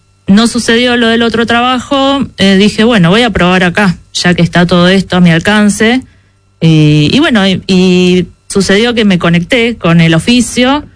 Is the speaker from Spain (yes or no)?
no; Avellaneda, Buenos Aires Province, Argentina; born or raised there